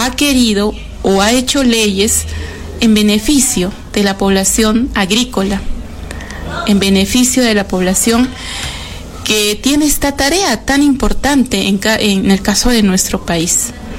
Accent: Peru

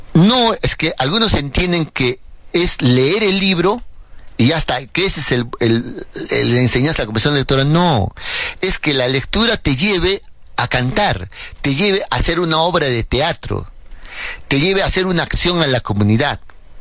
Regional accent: Peru

